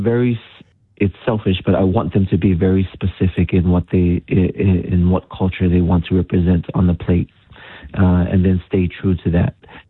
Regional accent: Samoa; moved away; The umu in Samoa is pretty much where we grew up in Umukuka.

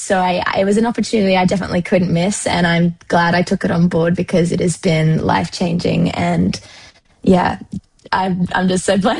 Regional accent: Australia; I'm from Australia.

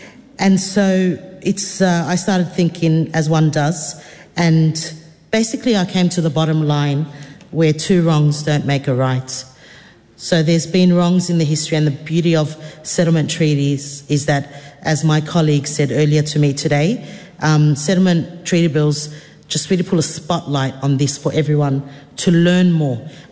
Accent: Australia; moved away as an adult; now in New Zealand; I was born and raised in Australia, a Lebanese wahine from Australia

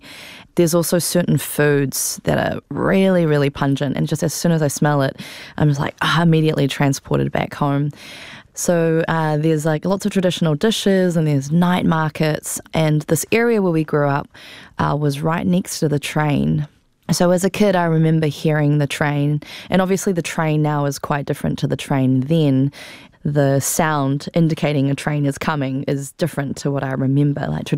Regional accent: Taipei, Taiwan; When I was growing up in Taipei, we lived in an area called Nangang.

